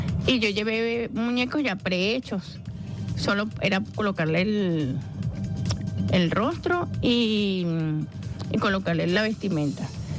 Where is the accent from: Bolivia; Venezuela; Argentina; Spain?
Venezuela